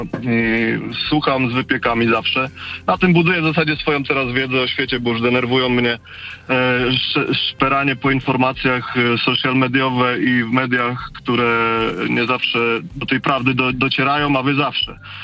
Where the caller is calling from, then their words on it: Kraków, Lesser Poland, Poland; dzwonię z Krakowa.